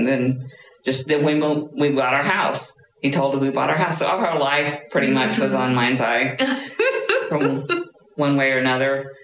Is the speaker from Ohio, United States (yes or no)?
no; Missouri, United States; born there; also born or lived in Memphis, Tennessee; No, I was born down in Missouri.